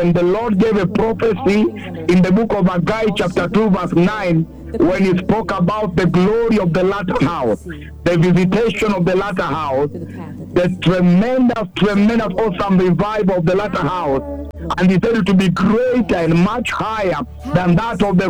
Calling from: Nairobi, Kenya; I'm calling you from Kariobangi here in Nairobi.

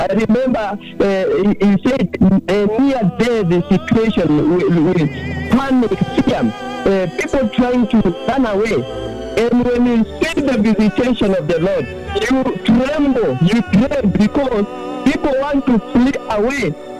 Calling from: Koibatek, Kenya; I'm calling live from Koibate, Timboroa region.

